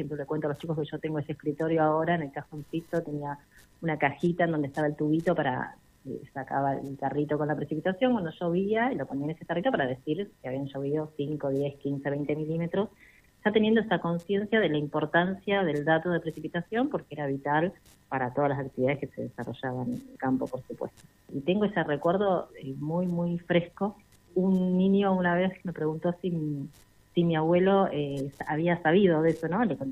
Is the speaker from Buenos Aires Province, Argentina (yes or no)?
no; La Pampa, Argentina; born there; moved away as an adult; also born or lived in Río Gallegos, Santa Cruz / Patagonia; now in Buenos Aires, Argentina; Yo nací en Río Gallegos, viví en Patagónica, después viví muchos años en el campo de mi abuela en La Pampa.